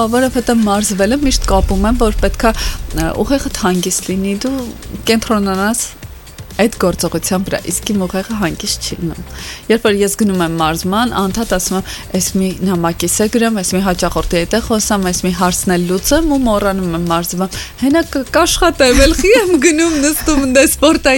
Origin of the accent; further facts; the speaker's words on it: Gyumri, Shirak, Armenia; դե ես Գյումրիում եմ ծնվել, մեծացել Գյումրիում, եմ դպրոց գնացել, հետո եկել եմ Երևան Գեղարվեստի ակադեմիայում ընդունվել